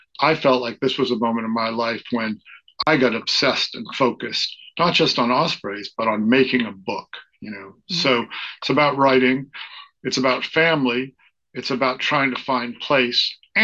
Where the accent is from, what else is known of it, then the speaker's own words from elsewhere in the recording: Worcester, Massachusetts, United States; also born or lived in Boulder, Colorado; moved back to my real hometown of Worcester and found out I had testicular cancer when I was 30.